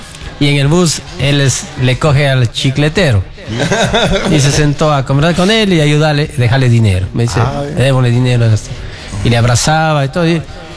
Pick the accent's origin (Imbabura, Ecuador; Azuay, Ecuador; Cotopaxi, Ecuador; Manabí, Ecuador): Azuay, Ecuador; Guachapala; moved away as an adult; also born or lived in United States; yo nací en Huachapala, una tierra donde quiero mucho, porque yo nací ahí, me crié, me eduqué, mis padres nacieron allí. Ellos murieron en Huachapala, están enterrados en Huachapala, igual que mis hermanos.